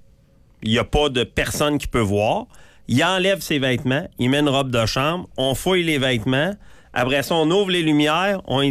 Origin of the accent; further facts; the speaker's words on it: Quebec, Canada; c'est chez nous au Québec.